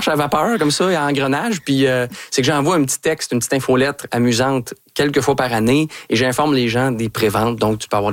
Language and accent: French; Brossard, Quebec, Canada; J'ai grandi donc tout près, du 10-30. À l'époque, c'était un champ de patates.